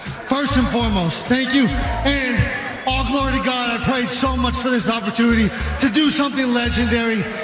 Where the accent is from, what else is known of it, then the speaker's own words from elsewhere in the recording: United States; Hey, I'm from America.